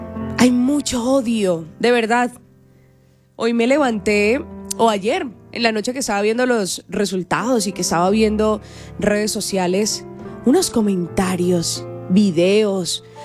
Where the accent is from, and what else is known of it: Colombia